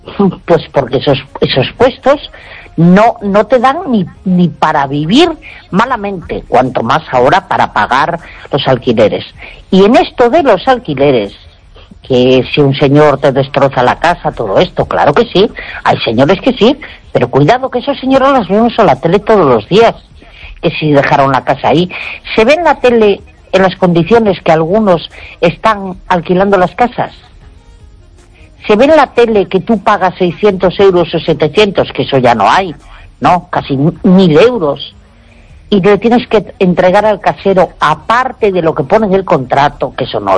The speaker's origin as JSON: {"language": "Spanish", "country": "Spain", "said": "yo jamás he ido con una bandera a la calle, porque yo soy española"}